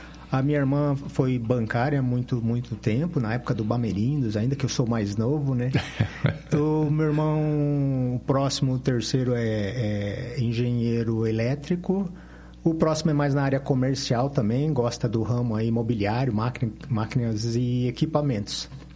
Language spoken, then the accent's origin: Portuguese; Maringá, Paraná, Brazil; born there; Eu nasci em Maringá, Pé Vermelho